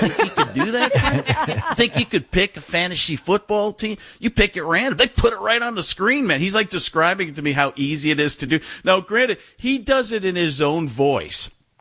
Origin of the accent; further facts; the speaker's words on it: Waukesha, Wisconsin, United States; He's from Burlington, just a couple of you know, cities over from me where I grew up in Waukesha.